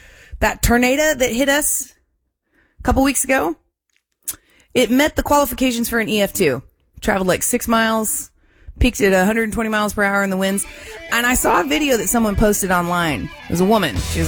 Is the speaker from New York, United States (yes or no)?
no; Texas, United States; moved away; I'm from Texas.